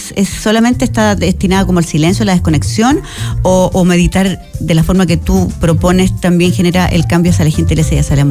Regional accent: Chile; nuestra juventud en Chile

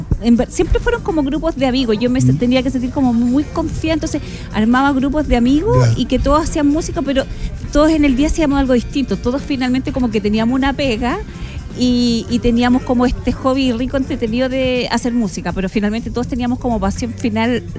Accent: Chile; nosotros somos chilenos

